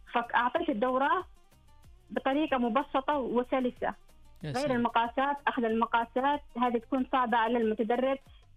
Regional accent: Jazan, Jazan Province, Saudi Arabia; كنا في المنطقة يصنعون الكواسي عندنا. أنا كنت من جازان، أنا جازانية.

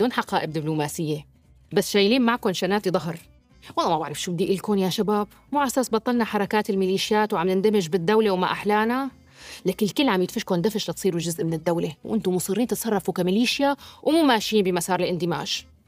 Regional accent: Syria; كلنا كسوريين

